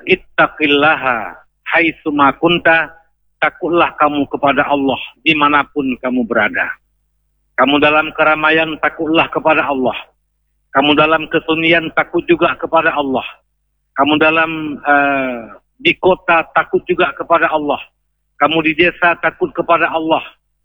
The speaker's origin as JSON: {"language": "Indonesian", "region": "Aceh", "country": "Indonesia", "said": "Kita orang Aceh, orang lain segan kepada kita karena kita adalah Serambi Mekah."}